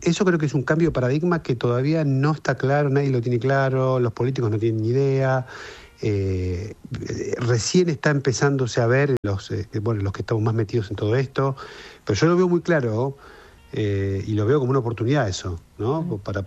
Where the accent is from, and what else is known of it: Argentina